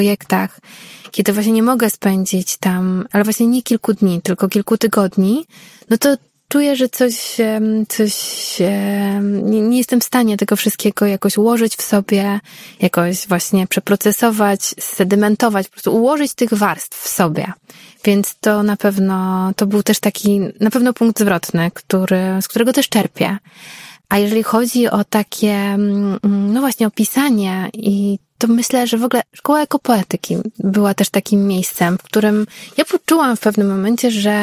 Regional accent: Warsaw, Masovian Voivodeship, Poland; born there; Ja się urodziłam w Warszawie i to miasto kocham i gdzieś czuję też, że to jest po prostu moje miasto

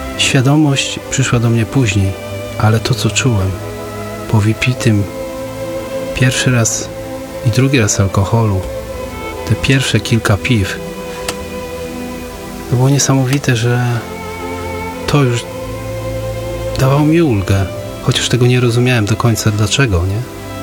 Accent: Szczecin, West Pomeranian Voivodeship, Poland; jestem ze Szczecina

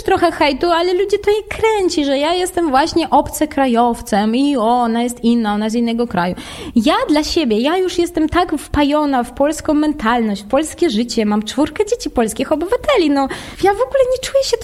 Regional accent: Russia; Polish is a second language; now in Poland; przez kilka lat ja nie podkreślałam tego, że jestem Rosjanką. Tak, ja mówię płynnie po polsku, ale ten akcent po pierwsze można zawsze rozpoznać, po drugie, no jednak to jest część mojej historii.

